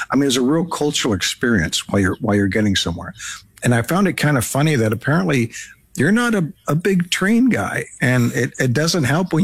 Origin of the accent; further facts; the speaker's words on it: Mexico; moved away; when I was growing up in Mexico, very often we would travel by train with sleeper cars.